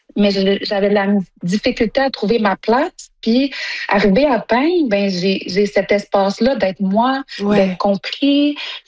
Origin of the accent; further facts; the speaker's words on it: Quebec, Canada; ben moi, j'ai grandi aussi sur la Côte-Nord